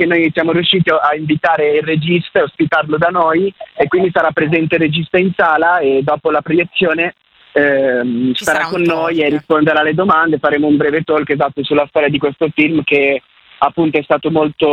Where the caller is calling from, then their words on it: Rozzano, Lombardy, Italy; sto chiamando da Rozzano ora.